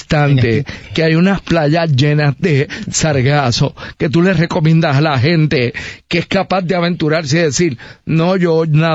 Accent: San Juan, Puerto Rico; yo soy de Santurce, yo he vivido toda mi vida frente a esa costa

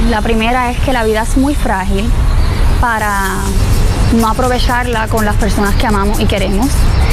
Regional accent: Puerto Rico; eso también nos caracteriza a nosotros como boricuas puertorriqueños

